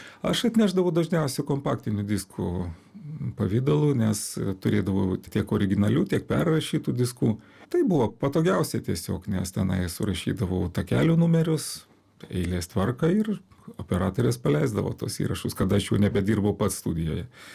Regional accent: Panevėžys, Panevėžys County, Lithuania; moved away; aš kilęs iš Aukštaitijos, iš Panevėžio, tai aišku, tartis yra išlyzdavo vis įvairių neteisingų kirčiavimų

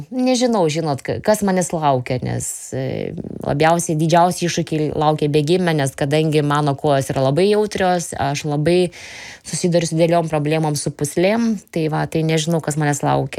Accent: Panevėžys, Panevėžys County, Lithuania; aš garsinu ir Lietuvą, ir savo gimtąjį miestą Panevėžį.

